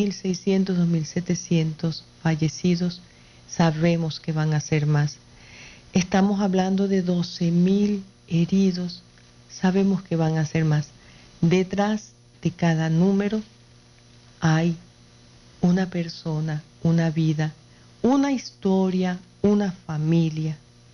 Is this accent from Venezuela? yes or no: yes; Caracas, Capital District, Venezuela; now in Yaracuy, Venezuela; nosotros somos de Caracas y nos hemos mudado hace tiempo ya hacia esa zona donde fue el epicentro.